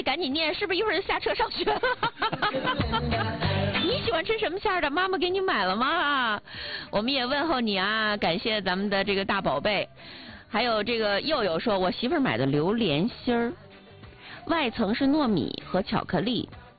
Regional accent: northern China, China; 我是北方人

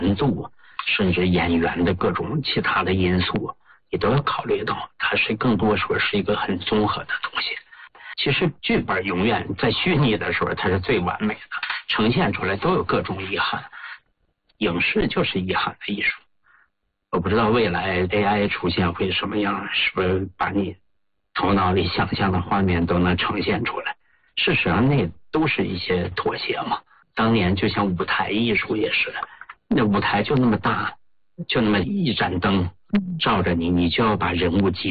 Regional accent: Heilongjiang, China; 就因为我本身是黑龙江人嘛，小时候文物多，我对那块土地特别熟悉嘛

